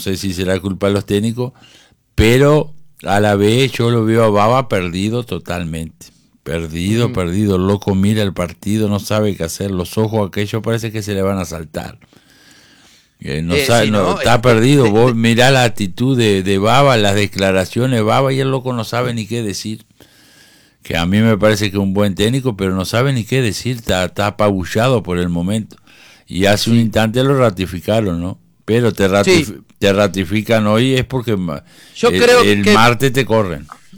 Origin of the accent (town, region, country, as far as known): Uruguay